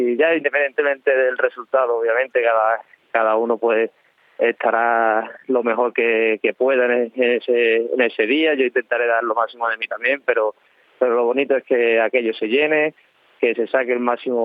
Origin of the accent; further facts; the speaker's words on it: Seville, Andalusia, Spain; now in Salamanca, Spain; llevo varios años viviendo a Salamanca, pero yo, obviamente, yo soy de Sevilla